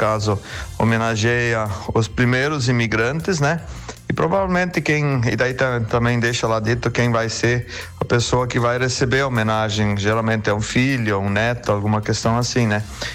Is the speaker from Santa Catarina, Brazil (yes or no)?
yes; Arabutã, Santa Catarina, Brazil; Depois pertencemos à Concórdia, agora somos município da Arabutã.